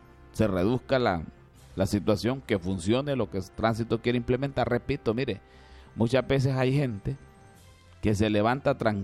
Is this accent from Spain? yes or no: no; Honduras